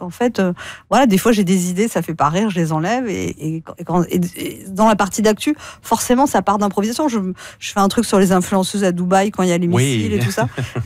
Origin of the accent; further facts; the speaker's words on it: France; Non, mais les gens qui viennent, ils savent que je suis française.